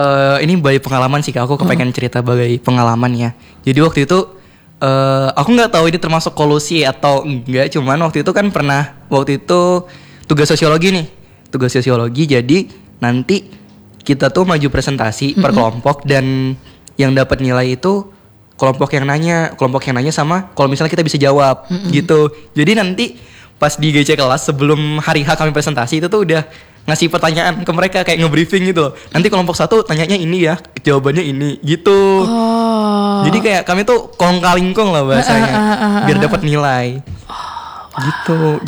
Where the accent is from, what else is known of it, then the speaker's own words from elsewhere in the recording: Jakarta, Indonesia; Untung saya orang Jakarta.